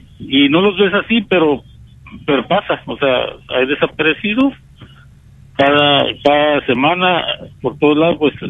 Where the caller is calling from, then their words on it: Mexicali, Baja California, Mexico; Acá de la Baja California, Mexicali, del Valle.